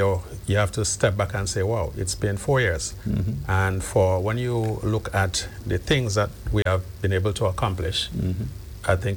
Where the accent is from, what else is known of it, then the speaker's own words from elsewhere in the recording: Chantimelle, Saint Patrick, Grenada; I'm from Chantemelle, the land of the short knee.